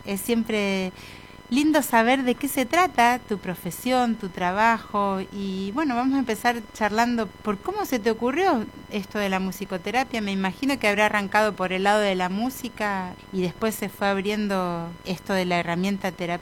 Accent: Patagonia, Argentina; soy cantora de la Patagonia.

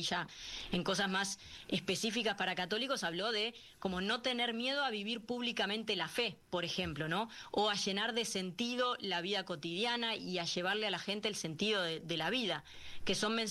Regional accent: Uruguay; como uruguayos, somos un poco herederos de esa cultura o de ese intelectualismo.

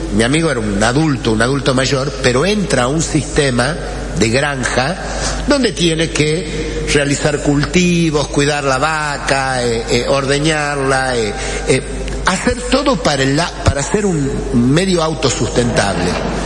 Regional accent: San Martín, Salta, Argentina; Yo vengo de San Martín, uno de los departamentos junto a Rivadavia, con la mayor extensión territorial fronteriza con el Estado Plurinacional de Bolivia.

